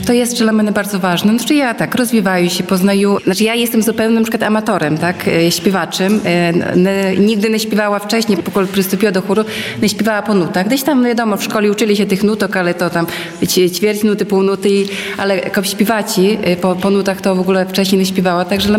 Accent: Łosinka, Podlaskie Voivodeship, Poland; now in Hajnówka, Poland; ja na przykład dojeżdżaję z Hajnówki, ale pochodzę z Łosinki i też jakby, no, związana sercem z Łosinki, tak, bo tutaj wychowała się, tutaj chodzi do szkoły, tutaj rodzice żyli

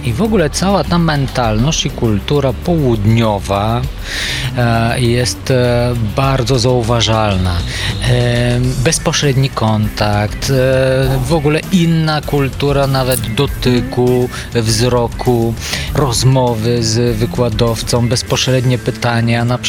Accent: Bulgaria; Polish is a second language; moved away as an adult; now in Lublin, Poland

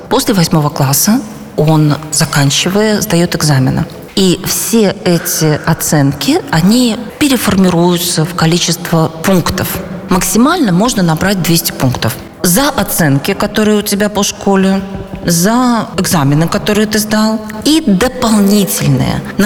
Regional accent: Belarus; moved away as an adult; мы белорусы, мы не можем жить в своей стране, мы вынуждены эмигрировать.

